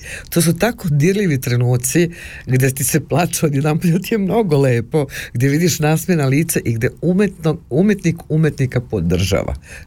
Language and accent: Serbian; Prevešt, Serbia; nisam ja iz daleka, ja sam iz Prevešta, pobogu.